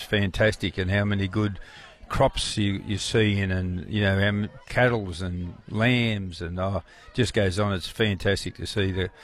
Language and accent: English; Goolagong, New South Wales, Australia; moved away; I'm from Goolagong, where we are today.